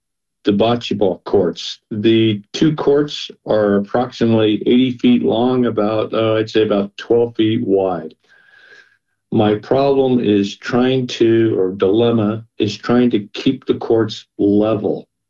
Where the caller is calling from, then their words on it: Moraga, California, United States; I'm calling from Moraga, California.